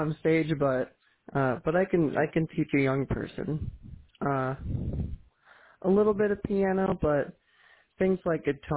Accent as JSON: {"language": "English", "region": "Iowa", "country": "United States", "tie": "born or raised there", "said": "Iowa is my home state, and I'm planning to stay in Iowa because I really like the soil here"}